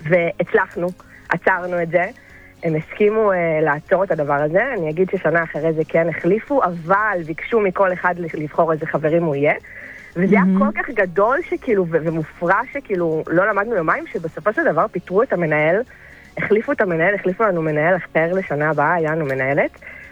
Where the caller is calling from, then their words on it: Rishon LeZion, Central District, Israel; אני מראשון